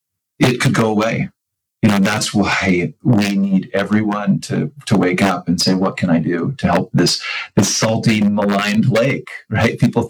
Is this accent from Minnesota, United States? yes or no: no; Orem, Utah, United States; Yeah, I grew up in Orem, Utah, just in the Utah Valley, about half hour away from Great Salt Lake.